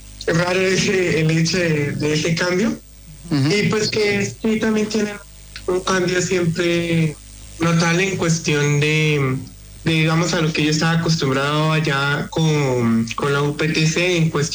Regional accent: Sogamoso, Boyacá, Colombia; now in Concordia, Argentina; Yo vengo de, como su madre ya lo mencionó, del país de Colombia, más específicamente del departamento de Boyacá, de la ciudad de Sogamoso.

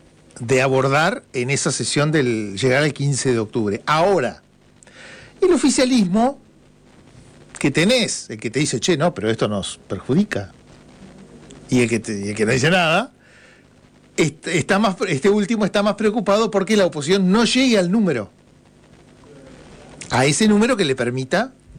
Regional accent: Bolivia; Pero soy boliviano, o sea que me alcanza

